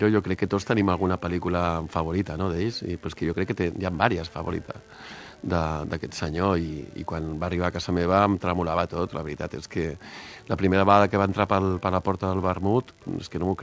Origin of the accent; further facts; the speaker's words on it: Barcelona, Catalonia, Spain; Pues mire, vengo de Barcelona y tal.